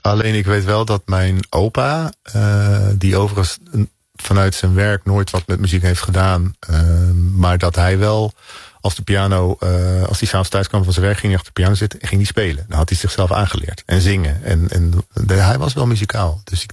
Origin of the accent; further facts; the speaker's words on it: Zeeland, Netherlands; En in mijn ouderlijk huis in Oosterburg, dat lag ligt nog steeds tussen Middelburg en Vlissingen, waar ik ben opgegroeid